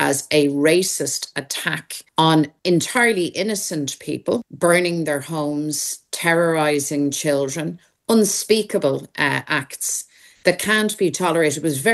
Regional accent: Ireland; I'm an Irish Republican. I believe in the freedom and unity of our country. That's who I am.

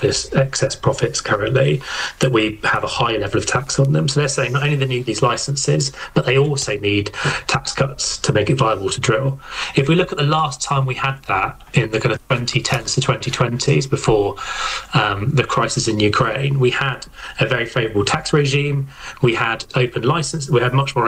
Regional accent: South East England, United Kingdom; I'm from Hampshire. I grew up there.

